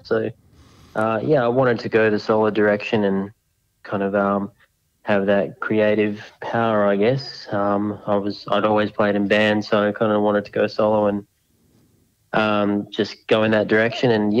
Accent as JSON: {"language": "English", "region": "Western Australia", "country": "Australia", "said": "Yeah, so I'm a Noongar boy from over here, so living on Wadjuk country, so living close to Frio these days."}